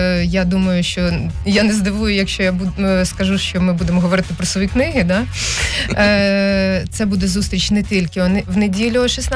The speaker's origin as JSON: {"language": "Ukrainian", "town": "Vinnytsia", "region": "Vinnytsia Oblast", "country": "Ukraine", "tie": "born or raised there", "moved": "yes", "said": "Тому що нарешті я у рідній Вінниці."}